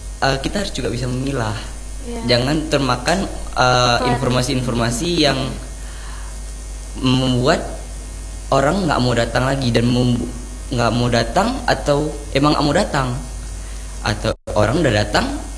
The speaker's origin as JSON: {"language": "Indonesian", "region": "Aceh", "country": "Indonesia", "said": "Aceh besar."}